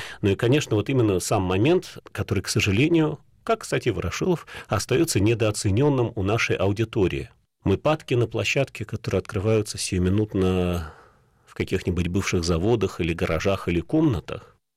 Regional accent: Moscow, Russia; also born or lived in United States; у меня опыт детский, потому что я вроде как москвич, но я всегда был гостем столицы, потому что мы жили в Америке

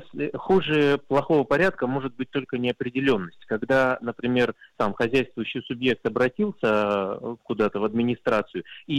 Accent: Altai Krai, Russia; Я родом с Алтайского края.

